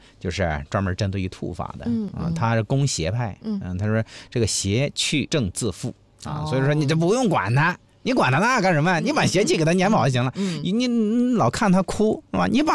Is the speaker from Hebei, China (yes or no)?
yes; Hebei, China; 我们河北人